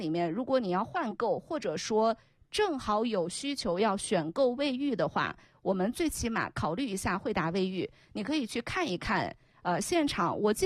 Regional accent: Yan'an, Shaanxi, China; accent: Yan'an dialect; 咱们延安话说利不利洒

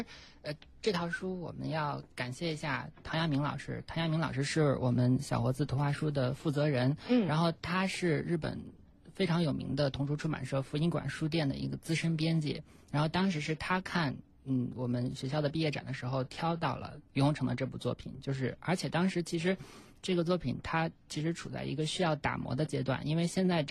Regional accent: China; 我们都是中国人嘛

